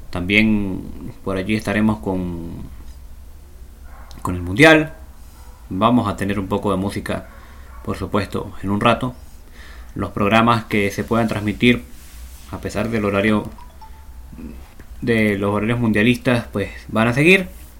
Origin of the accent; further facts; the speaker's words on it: Venezuela; Yo soy venezolano